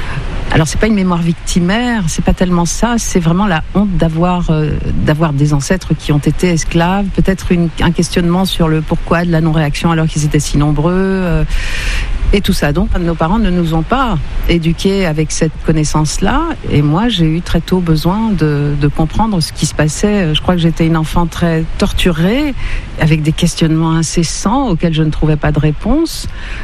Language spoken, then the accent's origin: French; Brittany, France; born there; Oui, je suis née en Bretagne. Le hasard a fait que je suis née en Bretagne